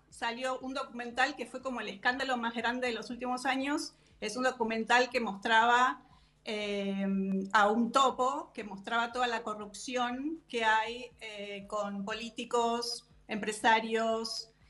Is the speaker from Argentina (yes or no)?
yes; Buenos Aires, Argentina; now in Denmark; Estaba en Buenos Aires, yo soy de Buenos Aires.